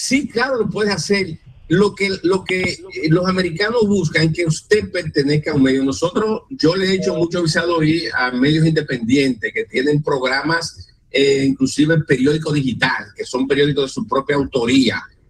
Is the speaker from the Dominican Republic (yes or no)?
yes; Dominican Republic; nosotros como dominicanos